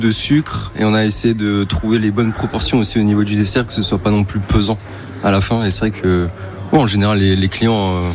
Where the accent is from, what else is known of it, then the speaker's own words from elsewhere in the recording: Grand Est, France; moved away as an adult; also born or lived in Lyon; now in Bayonne, France; fait un CAP pâtissier en 2 ans à Mulhouse, donc en Alsace, parce que je suis alsacien de base.